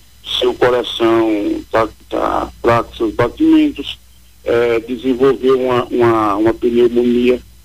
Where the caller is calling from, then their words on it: Arapiraca, Alagoas, Brazil; Eu falo de Arapiraca, Alagoas.